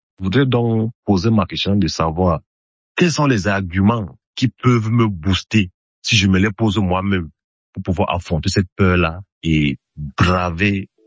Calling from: Cameroon; Je vis au Cameroun, précisément à Gao.

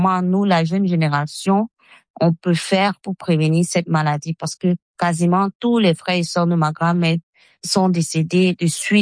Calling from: Douala, Littoral, Cameroon; je vis à Douala, au Cameroun.

